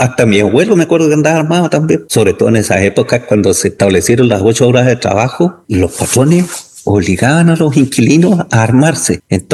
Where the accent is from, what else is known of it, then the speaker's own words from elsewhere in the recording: Chile; yo soy chileno.